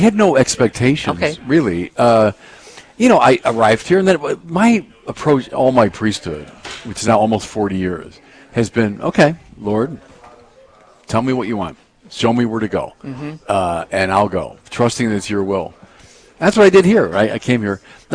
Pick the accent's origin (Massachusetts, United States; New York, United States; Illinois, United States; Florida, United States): Illinois, United States; Chicago; moved away as an adult; also born or lived in Los Angeles; now in Minnesota, United States; so I'm from Chicago originally. Mm-hmm. And I was very happy in Chicago.